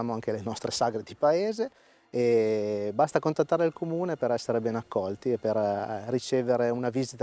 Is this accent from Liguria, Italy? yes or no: no; Solero, Piedmont, Italy; born there; Solero per me è il mio paese di nascita, il paese dove ho deciso comunque di vivere.